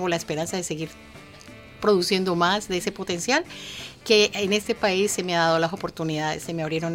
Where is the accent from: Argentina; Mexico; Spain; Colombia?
Colombia; moved away as an adult; now in Lexington, United States; Originalmente yo soy colombiana y resido en Lexington, Kentucky, de hace más o menos 28 años. Mejor dicho, desde que llegué aquí a Estados Unidos, llegué a Lexington, Kentucky.